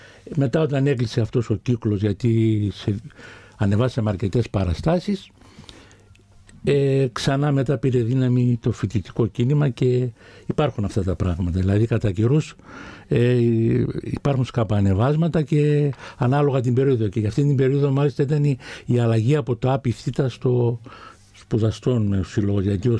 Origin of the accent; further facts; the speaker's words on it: Greece; first language Pontic Greek; Ναι, φυσικός ομιλητής. Δηλαδή έτσι. Εγώ γεννήθηκα μιλούσα ποντιακά.